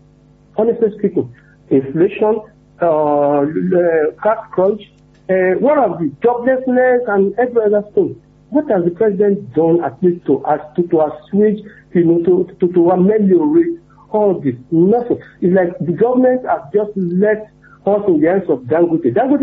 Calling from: Ibadan, Oyo, Nigeria; I'm calling from Awotan.

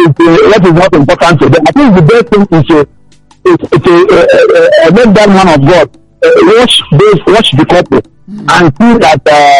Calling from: Nigeria

